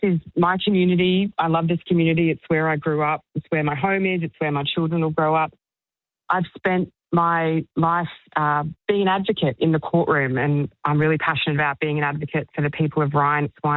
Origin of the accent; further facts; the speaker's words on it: Brisbane, Queensland, Australia; I'm from Brookfield.